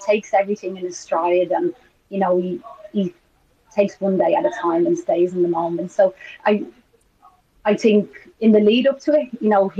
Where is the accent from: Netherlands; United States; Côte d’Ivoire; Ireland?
Ireland; I'm Irish, and so I come from a small nation myself